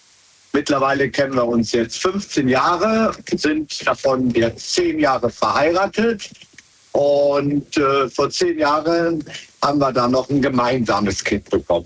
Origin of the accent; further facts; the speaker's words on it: Wesseling, North Rhine-Westphalia, Germany; Aus Wesseling.